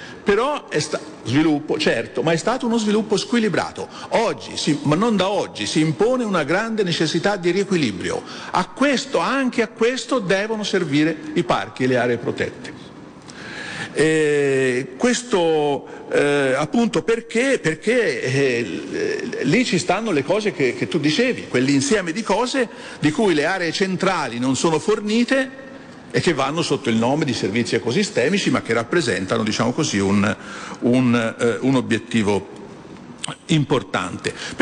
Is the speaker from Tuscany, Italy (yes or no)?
yes; Tuscany, Italy; accent: Tuscan; moved away; io sono... lavoro in Molise, ma come sentite il mio accento è simile a quello del dottor Santini, è la Toscana.